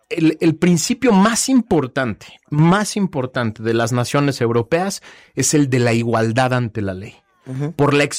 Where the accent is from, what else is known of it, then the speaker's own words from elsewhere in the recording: Mexico; cuando en un grupo social como los mexicanos empezamos a ver que desde el más alto nivel del poder político, económico, social, no cumplir con las reglas